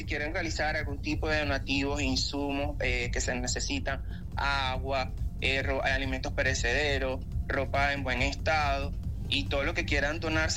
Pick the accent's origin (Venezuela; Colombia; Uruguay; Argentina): Venezuela; esa hermandad que nos caracteriza como venezolanos